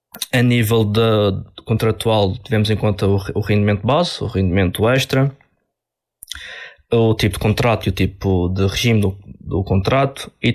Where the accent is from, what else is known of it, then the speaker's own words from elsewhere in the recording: Madeira, Portugal; moved away as an adult; now in Algarve, Portugal; eu vim para o Algarve, para a Universidade em 2019, sou da Madeira, vim para aqui especificamente estudar